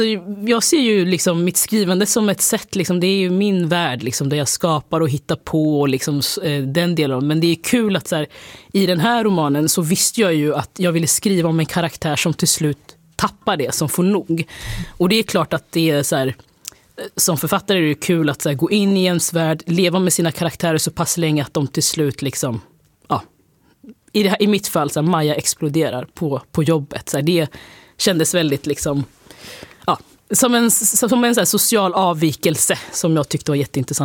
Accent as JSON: {"language": "Swedish", "town": "Linköping", "region": "Östergötland", "country": "Sweden", "said": "Jag är ju från Linköping och liksom den här."}